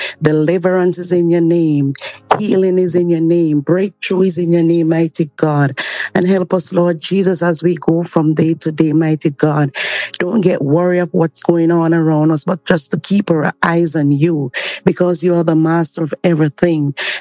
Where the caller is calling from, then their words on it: Hanover, Jamaica; I'm from Jamaica in Hanover.